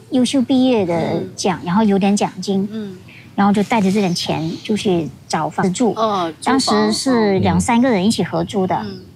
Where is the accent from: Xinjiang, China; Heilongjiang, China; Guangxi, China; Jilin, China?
Guangxi, China; accent: Hakka; 而且广西有12个世居民族嘛，而且像我是讲客家话的，然后我们客家人讲普通话不是很正音